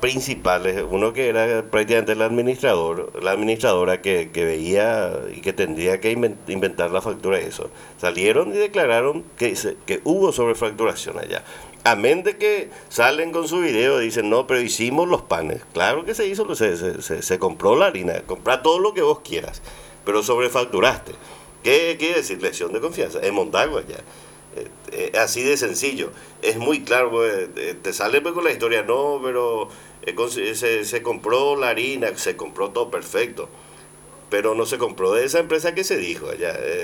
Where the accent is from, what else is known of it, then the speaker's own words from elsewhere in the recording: Pilar, Ñeembucú, Paraguay; vos sos de Pilar, ahí de la campaña